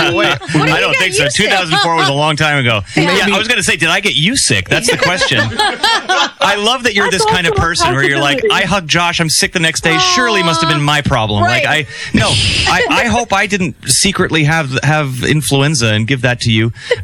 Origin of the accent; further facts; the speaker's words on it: Los Angeles, California, United States; I'd love to do stuff in my hometown of L.A.